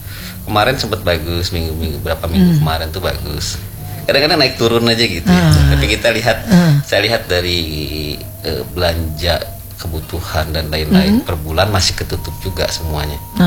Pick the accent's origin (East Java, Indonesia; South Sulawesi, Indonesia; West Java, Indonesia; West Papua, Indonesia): West Java, Indonesia; now in West Sumatra, Indonesia; Saya kan orang Sunda ya, orang Jawa Barat